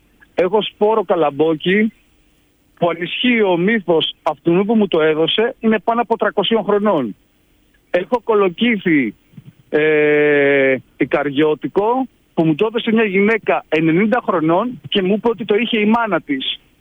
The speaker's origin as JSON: {"language": "Greek", "town": "Athens", "region": "Attica", "country": "Greece", "tie": "born or raised there", "lives_now": "Ikaria, Greece", "said": "Μεγάλωσα στην Αθήνα, έμεινα εκεί μέχρι τα 30 μου."}